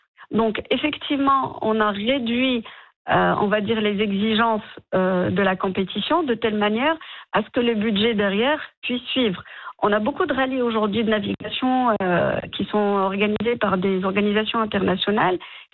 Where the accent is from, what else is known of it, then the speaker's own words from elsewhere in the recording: Morocco; Et on est marocain, donc on peut se déplacer au sud du Maroc quand on veut, on est agile, on est flexible.